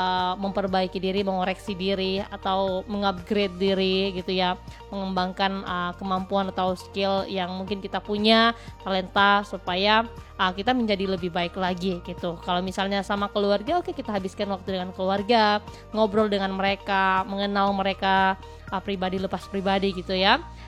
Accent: West Sumatra, Indonesia; asalnya Mentawai

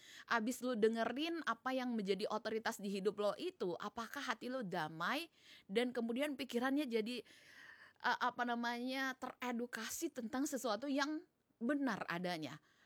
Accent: North Sumatra, Indonesia; Kalau di kampung aku di Sumut sama di Jakarta, di kampung aku masih lebih dipercaya tetua, tokoh adat, tokoh agama

